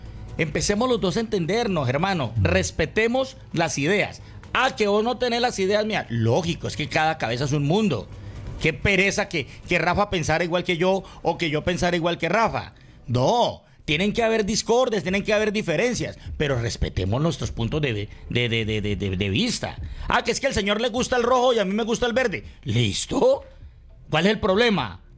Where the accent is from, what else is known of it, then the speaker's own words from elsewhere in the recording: Colombia; esto se llama Colombia, que esta es nuestra patria, nuestra madre